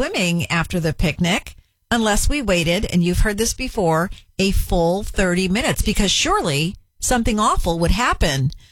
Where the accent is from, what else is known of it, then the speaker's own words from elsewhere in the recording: San Antonio, Texas, United States; We grew up in San Antonio, so it was relatively easy to get there and spend the day.